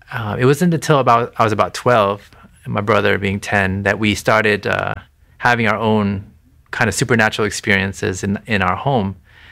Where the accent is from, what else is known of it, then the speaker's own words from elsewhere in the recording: United States; Yeah, I'm Thai American. So my parents are from Thailand. And if anyone knows anyone who's Thai, it's 95% of the population is Buddhist. Mm. So naturally, I grew up that way here, being in America